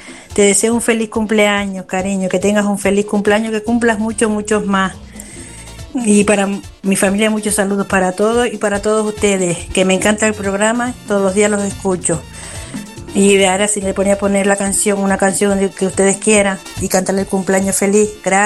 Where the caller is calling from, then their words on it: Canary Islands, Spain; de Codel Alto.